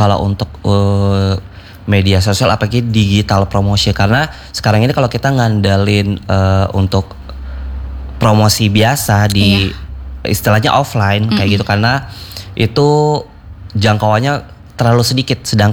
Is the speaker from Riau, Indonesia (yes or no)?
no; Sorong, Southwest Papua, Indonesia; moved away; also born or lived in Bandung; Kebetulan saya juga lahir besar di Sorong.